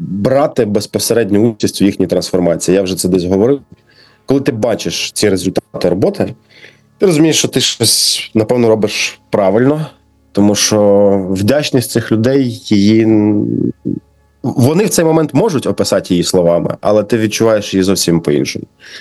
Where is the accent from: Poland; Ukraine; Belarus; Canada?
Ukraine; Kharkiv, Kharkiv Oblast; Ми, харків'яни, точно є у Львові.